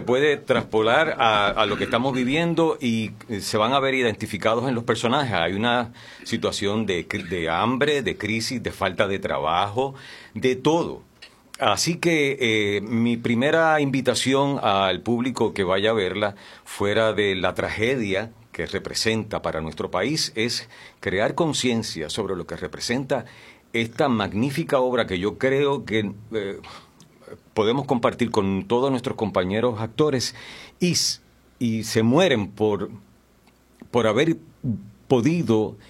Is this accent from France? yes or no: no; Mayagüez, Puerto Rico; Yo soy de aquí, de Mayagüez